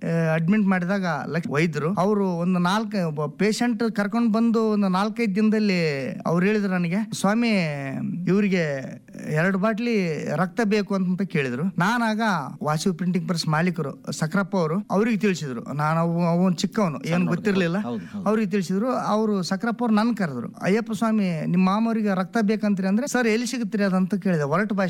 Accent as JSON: {"language": "Kannada", "town": "Pikalihal", "region": "Karnataka", "country": "India", "tie": "born there", "moved": "yes", "lives_now": "Raichur, India", "said": "ರಾಯಚೂರು ಜಿಲ್ಲೆಯ ಲಿಂಗಸೂರು ತಾಲೂಕಿನ ಮುದಗಲ್ ಪಟ್ಟಣದ ಹತ್ತಿರ ಇರುವ ಪಿಕಳಿಹಾಳ ಎಂಬ ಒಂದು ಗ್ರಾಮದಲ್ಲಿ ಒಬ್ಬ ಸಂಪ್ರದಾಯಸ್ಥ ಕುಟುಂಬದಲ್ಲಿ ಜನಿಸಿದವನು ನಾನು."}